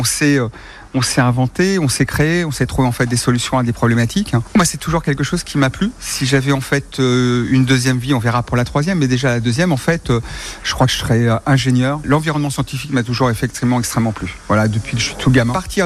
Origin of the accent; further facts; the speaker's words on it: Centre-Val de Loire, France; je suis originaire du Loir-et-Cher.